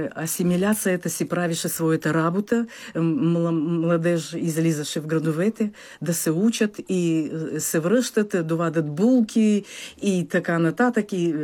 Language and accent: Bulgarian; Petrovka, Ukraine; Родена съм в Таврийското Приазовие, в Украинското Приазовие, в малко село Петровка се нарича. То още има едно название – Машкир.